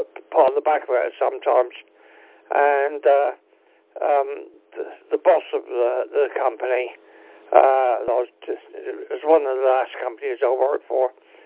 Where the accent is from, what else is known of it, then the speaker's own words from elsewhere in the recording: Southampton, South East England, United Kingdom; moved away as an adult; I was brought up in Southampton.